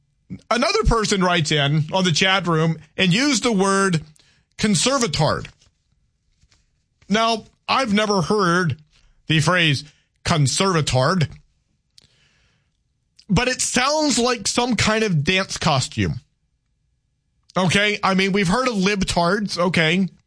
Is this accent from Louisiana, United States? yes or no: yes; Louisiana, United States; I'm a Cajun. I identify more as a Cajun.